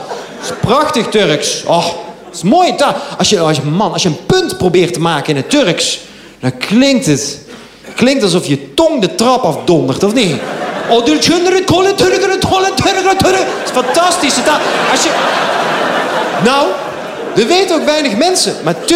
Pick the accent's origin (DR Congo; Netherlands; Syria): Netherlands; North Brabant; accent: Brabant; now in Amsterdam, Netherlands; Want ik ben een Brabander in Amsterdam. Als Brabanders praten ze met een zachte G.